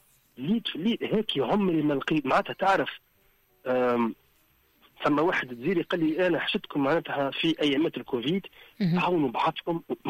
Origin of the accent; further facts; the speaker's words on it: Zarzis, Medenine, Tunisia; moved away; also born or lived in New York; كي انا مشيت عندهم في تونس وكيف هم جاوا عندنا معناتها في جرجيس.